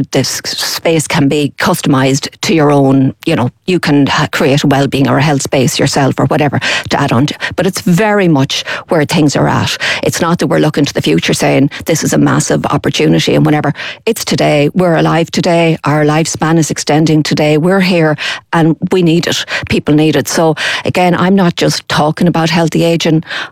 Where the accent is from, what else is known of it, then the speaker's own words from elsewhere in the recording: Achill Island, Connacht, Ireland; now in Castlebar, Ireland; I'm from Achill Island originally, but I'm based in Castlebar.